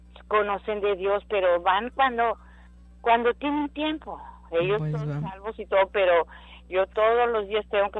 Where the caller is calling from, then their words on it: Brownsville, Texas, United States; De Brownsville, Texas.